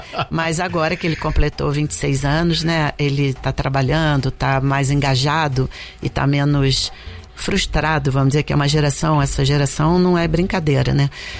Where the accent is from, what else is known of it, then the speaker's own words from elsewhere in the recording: Brazil; eu sou neta de imigrantes e fui educada como brasileira